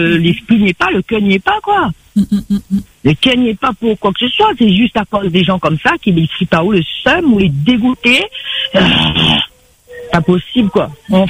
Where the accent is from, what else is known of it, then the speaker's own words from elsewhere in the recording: Saint-Benoît, Réunion; born there; moved away; also born or lived in Beaufort / metropolitan France; je suis née à Beaufort, j'ai grandi à Saint-Benoît, je suis née à Beaufort. Avec le temps, disons, j'ai plus vécu vers la métropole qu'ici.